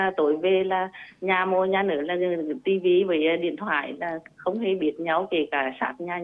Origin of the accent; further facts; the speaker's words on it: Môn Sơn, Nghệ An, Vietnam; Thực ra tôi là sinh ra và lớn lên ở làng quê ở trong Môn Sơn.